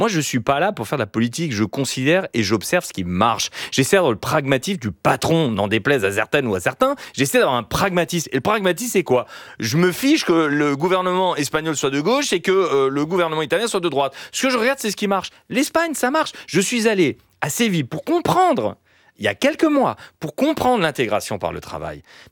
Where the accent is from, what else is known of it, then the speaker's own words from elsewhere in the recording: France; Et cette honte-là, moi, en tant que Français, en tant que patron, elle me fait honte.